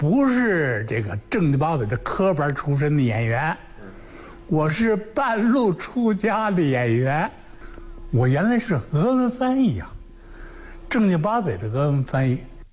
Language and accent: Chinese; Northeast China, China; 另外呢，我是东北人，在这个当了14年的亡国奴，所以这个对日本人呢比较还熟悉，眼见过。